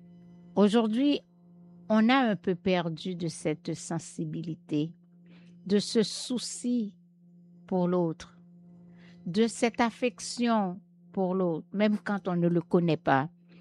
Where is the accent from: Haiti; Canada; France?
Haiti; Miragoâne, Nippes; Miragouane, il y avait, mais partout ailleurs, aujourd'hui c'est dans le monde entier, mais je vous parle de ma ville natale.